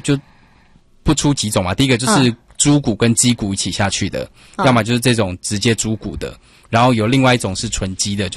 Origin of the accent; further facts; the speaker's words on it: Taiwan; 就对以我们台湾人的口味来说